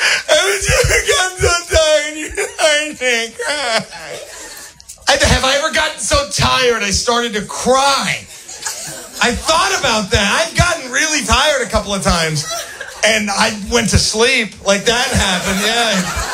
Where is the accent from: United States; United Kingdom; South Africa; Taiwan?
United States; the South; If anybody's like Southerners, I'm a Southerner.